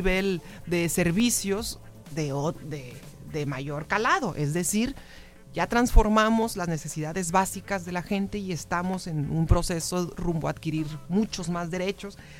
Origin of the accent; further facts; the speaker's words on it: Mexicali, Baja California, Mexico; Soy 100% cachanilla, nacida aquí en Mexicali, Baja California. Estudié aquí, he crecido aquí toda mi vida.